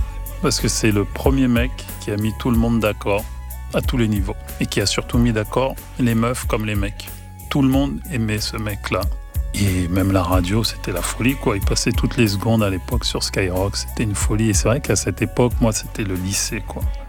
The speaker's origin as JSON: {"language": "French", "town": "Maisons-Alfort", "region": "Île-de-France", "country": "France", "tie": "born or raised there", "said": "Alors, moi, j'ai pas grandi à Porte de la Chapelle, j'ai grandi à Maison-Alfort"}